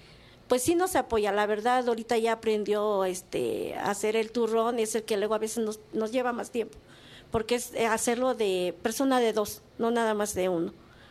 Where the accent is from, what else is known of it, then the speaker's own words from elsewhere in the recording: Tlaxcala, Mexico; nosotros somos de Tlaxcala